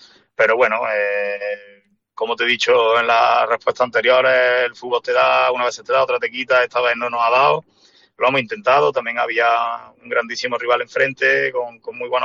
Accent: Córdoba, Andalusia, Spain; yo soy muy cordobés, soy muy de valorar el producto cordobés de esta localidad, de la provincia

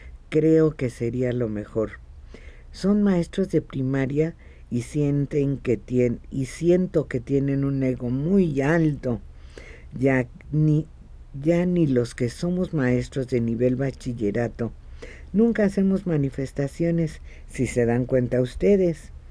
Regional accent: Xolox, State of Mexico, Mexico; Siendo mexicana, egresada de escuelas públicas en mi pueblito de Xolox, en el Estado de México

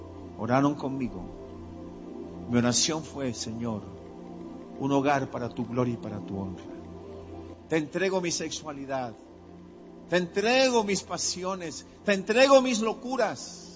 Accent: Caribbean Region, Colombia; me dijo, ¿tú vienes de la costa? Sí, yo vengo de la costa.

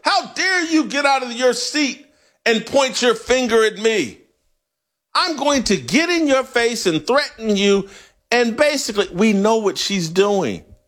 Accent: Indianapolis, Indiana, United States

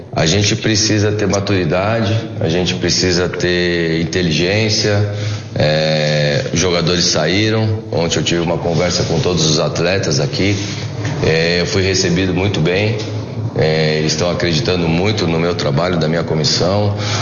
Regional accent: São Paulo, Brazil; Cara, eu sou aqui de São Paulo, né?

